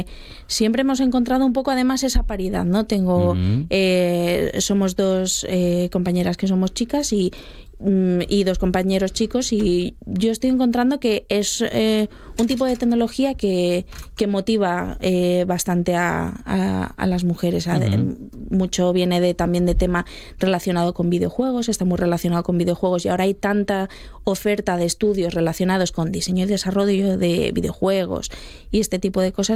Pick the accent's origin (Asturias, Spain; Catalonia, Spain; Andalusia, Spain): Asturias, Spain; los que somos asturianos sabemos escanciar ya bastante bien, ya vamos con ello en la sangre